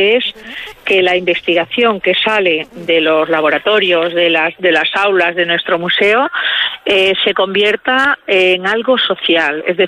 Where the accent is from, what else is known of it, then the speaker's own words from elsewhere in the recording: Extremadura, Spain; como extremeña y responsable de la institución